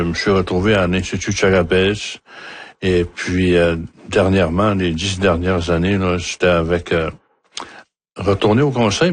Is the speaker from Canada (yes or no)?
yes; Sept-Îles, Quebec, Canada; born there; Je suis né à Sept-Îles, pas loin de Sept-Îles. Puis j'étais au pensionnat.